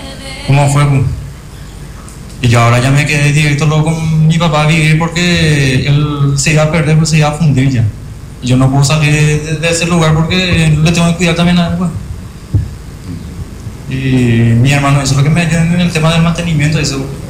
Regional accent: Asunción, Paraguay; born there; Yo nací en Asunción, pero a los 4 años ya nos fuimos a vivir ahí en ese lugar.

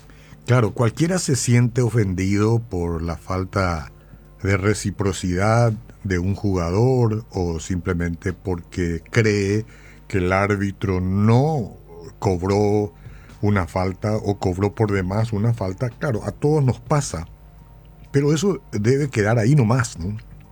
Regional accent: Paraguay; como nos tocó a nosotros como paraguayos participar

